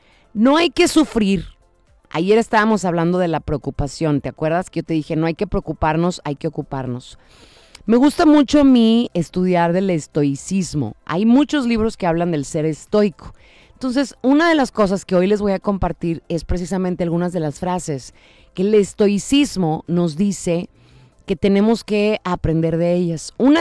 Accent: Mexico

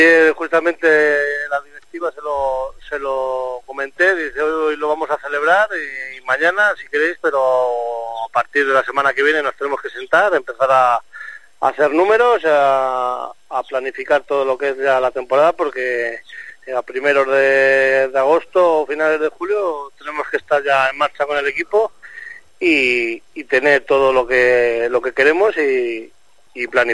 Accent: Turégano, Castile and León, Spain; somos un pueblo de 1.000 habitantes.

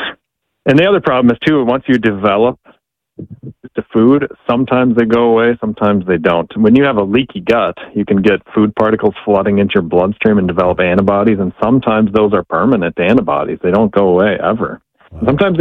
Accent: Minnesota, United States; I grew up in Minnesota.

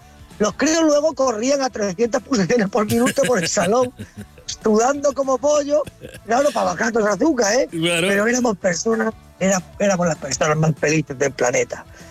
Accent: Region of Murcia, Spain

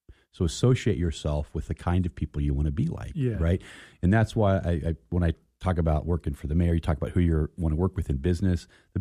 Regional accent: Phoenix, Arizona, United States; When I was a kid, when I was growing up in Phoenix

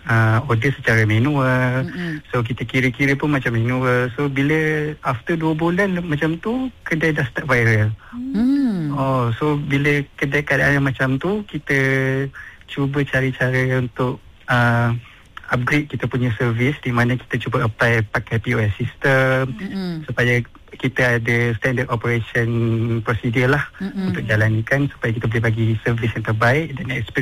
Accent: East Coast, Malaysia; now in Shah Alam, Malaysia; saya sebagai seorang anak perantau. Saya rindulah masakan kampung, tradisi kampung apa semua daripada actually saya daripada Pantai Timur.

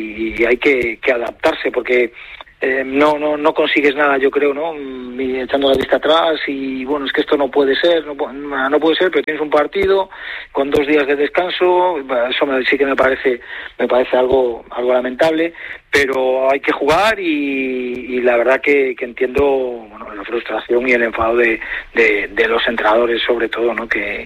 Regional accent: Nigrán, Galicia, Spain; Aquí por esta zona, pues imagínate, aquí me crié en el Celta con 10, 12 años hasta los 25

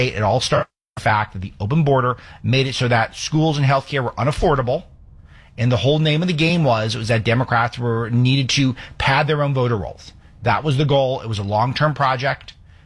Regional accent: California, United States; born or raised there

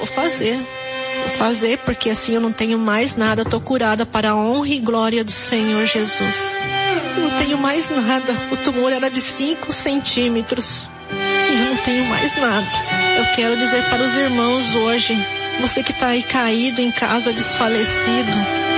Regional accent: Joinville, Santa Catarina, Brazil; eu sou de Joinville, Santa Catarina.

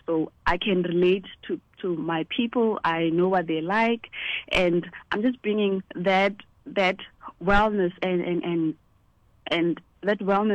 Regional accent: South Africa; born or raised there

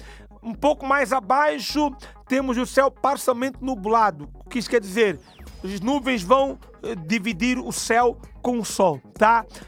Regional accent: Mozambique; now in Brazil; Eu sou africano. Imagina eu, moçambicano, chego lá no sul

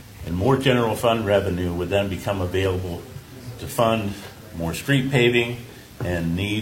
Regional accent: New Philadelphia, Ohio, United States; Like many of you, I grew up in New Philadelphia and spent much of my childhood at Tuscarora Park.

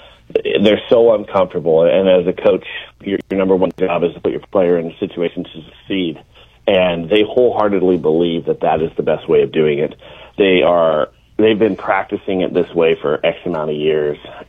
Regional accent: West Coast, United States; You know, I grew up on the West Coast watching the Dodgers, the Giants, the A's, and all those teams

